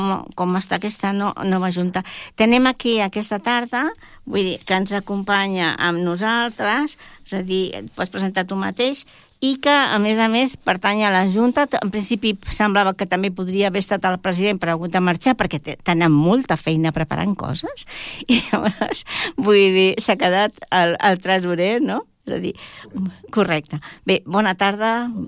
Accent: Barcelona, Catalonia, Spain; moved away as an adult; jo quan vaig arribar aquí, perquè no sóc d'aquí, sóc barcelonina, quan vaig arribar, ja fa molts anys que visc aquí, fa més de 30 anys

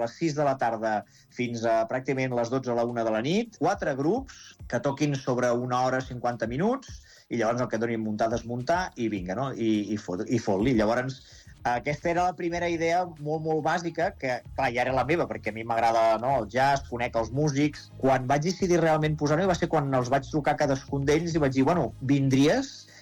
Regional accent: Terrassa, Catalonia, Spain; Jo soc de Terrassa i jo tinc molta vinculació amb el jazz.

